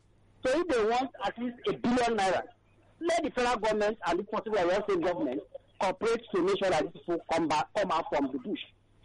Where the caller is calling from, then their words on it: Nigeria; I'm calling from Abanja, Nikosu.